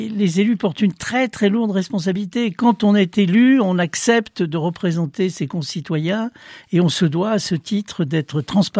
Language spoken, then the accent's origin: French; Saint-Étienne, Auvergne-Rhône-Alpes, France; je suis stéphanois, j'ai mal pour ma ville